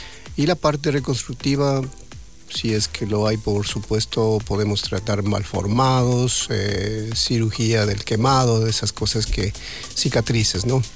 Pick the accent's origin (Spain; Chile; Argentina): Argentina; Buenos Aires; moved away; Ya llevo 25, 26 años de trayectoria quirúrgica, que desde que vine desde Buenos Aires para ya instalarme en el país, ¿no?